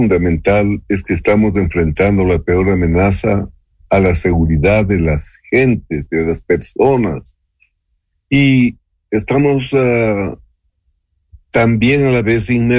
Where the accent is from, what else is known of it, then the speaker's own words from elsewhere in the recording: Ecuador; pensar como ecuatorianos.